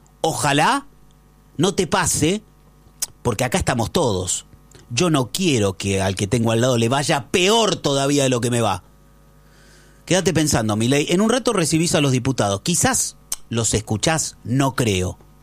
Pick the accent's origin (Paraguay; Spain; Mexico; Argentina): Argentina